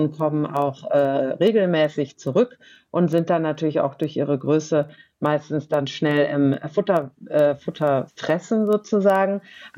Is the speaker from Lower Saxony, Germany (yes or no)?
no; Cologne, North Rhine-Westphalia, Germany; Ich komme ja aus Köln.